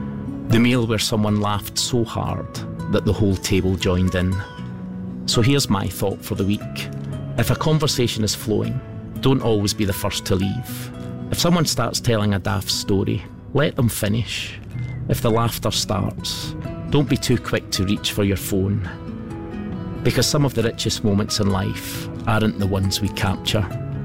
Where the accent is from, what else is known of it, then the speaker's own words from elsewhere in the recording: Scotland, United Kingdom; now in Akrotiri, Cyprus; As a Scotsman, I'm perhaps not necessarily loving the heat, but I think I'm slowly getting used to it.